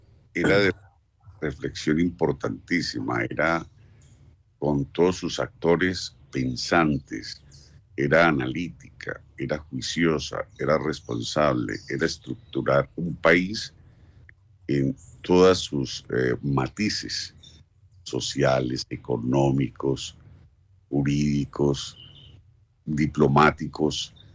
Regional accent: Colombia; Los colombianos sí sabemos lo que es el resultado y el dolor de un tránsito de estadios de la vida en dolores emocionales.

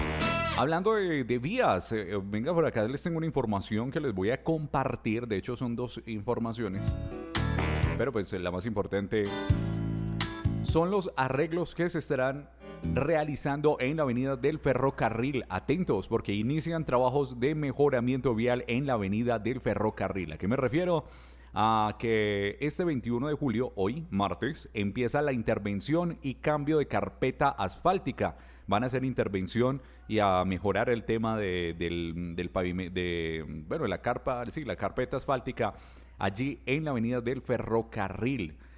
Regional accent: Colombia

